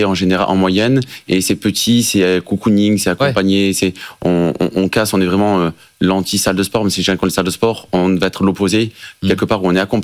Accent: France; nous, en tant que bon français

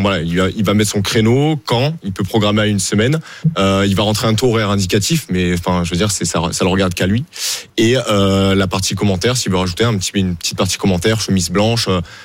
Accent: Argelès-sur-Mer, Occitanie, France; Moi, je viens du coup d'Argelès-sur-Mer.

